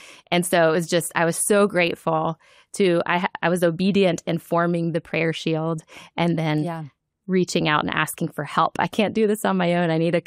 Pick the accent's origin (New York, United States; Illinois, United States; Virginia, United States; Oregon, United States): Virginia, United States; Virginia Beach; So I'm from Virginia Beach, where Regent is.